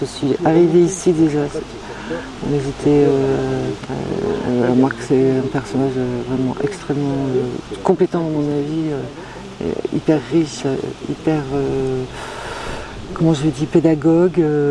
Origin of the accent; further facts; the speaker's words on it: Vernoux-en-Vivarais, Auvergne-Rhône-Alpes, France; donc moi, je viens du côté de Vernon en Vivarais.